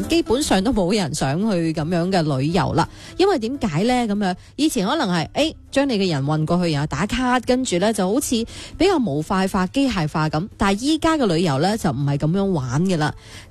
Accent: Guangdong, China; 答案就系、是、可以将我哋广东人啦稳稳拿捏啊

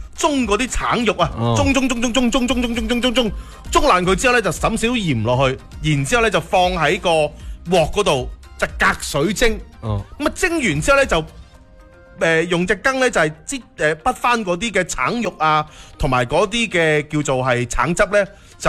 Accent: Foshan, Guangdong, China; 就喺我哋佛山街上边咧就话，馒头夹面，碳水夹碳水，正啊！

